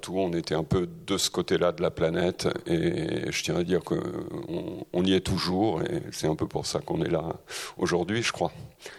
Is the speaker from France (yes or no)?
yes; Normandy, France; En fait, moi je viens de Normandie.